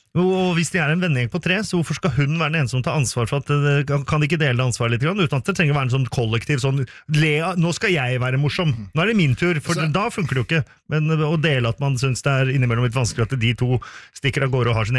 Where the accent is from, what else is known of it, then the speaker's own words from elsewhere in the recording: Finland; Norwegian is a second language; Jeg er finsk, vet du.